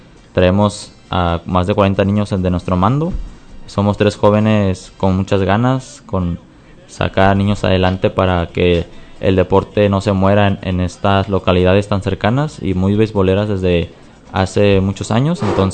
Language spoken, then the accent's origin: Spanish; San José de Costilla, Mexico; Yo soy del poblado de San José de Costilla, ahí cerquita de Aquiles Cerdán.